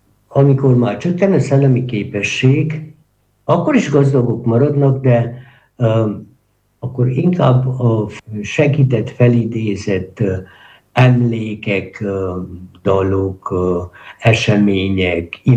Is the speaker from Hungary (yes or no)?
no; Harghita, Romania; És én természetesen csiki székelyként, hát ilyen szűk székely körzetben gondolkodtam